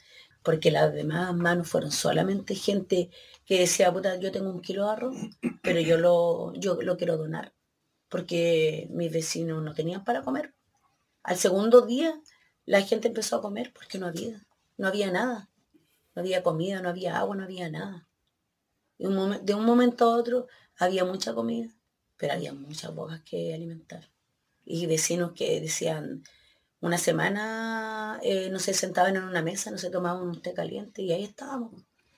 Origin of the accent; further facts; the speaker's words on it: Lirquén, Biobío, Chile; a mi pueblo a ayudarnos. Y no vi municipalidad, no vi gobierno, no vi nada, nada. Oye, yo, a mí me llamó la atención un momento, andábamos, parecíamos, no sé, alma en pena, todo Lirquén